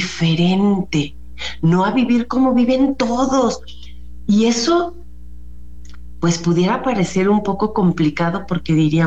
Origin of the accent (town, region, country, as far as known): Mexico